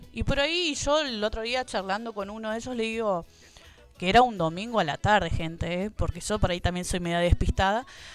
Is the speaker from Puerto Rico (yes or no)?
no; Argentina; Somos argentinos, hemos pasado por los peores momentos